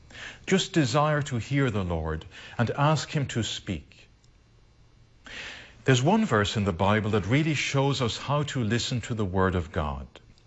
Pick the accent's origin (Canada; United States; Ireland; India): Ireland; Growing up in Ireland